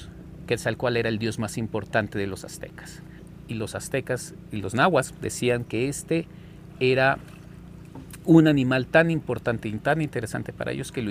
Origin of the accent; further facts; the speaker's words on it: Mexico; nuestra identidad como mexicanos.